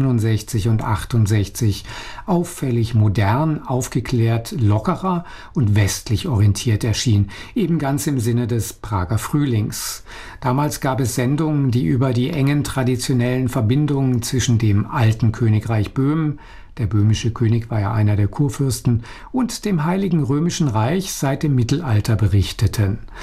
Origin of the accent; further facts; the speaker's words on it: Zurich, Switzerland; Als Student, geboren 1947 und aufgewachsen am Zürichsee